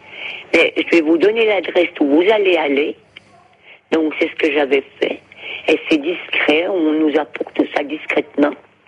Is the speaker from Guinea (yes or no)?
no; Foncine-le-Bas, Bourgogne-Franche-Comté, France; now in Champagnole, France; Et moi, mon village d'origine, c'était Foncine-le-Bas.